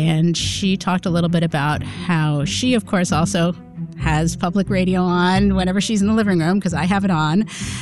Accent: Norwich, Vermont, United States; from Norwich, Vermont.

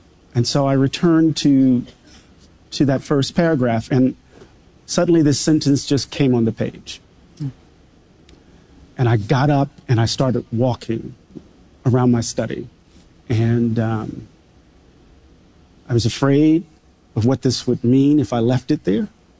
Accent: Mississippi, United States; Maybe it's because I'm from Mississippi.

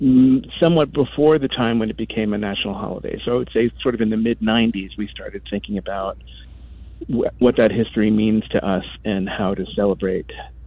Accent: New Jersey, United States; also born or lived in New York; I grew up in New Jersey. I'm a New York born, but as a family growing up in Central Jersey

